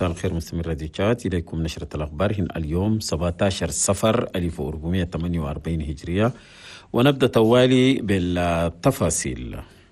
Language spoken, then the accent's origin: Arabic; Chad; في بلدنا تشاد